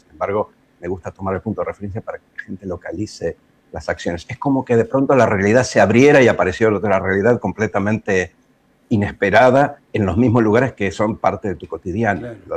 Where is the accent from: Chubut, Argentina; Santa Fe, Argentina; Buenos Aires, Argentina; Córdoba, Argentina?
Buenos Aires, Argentina; porque yo soy muy porteño, porque he vivido toda mi vida acá y he intentado fugarme de Buenos Aires varias veces y siempre regreso.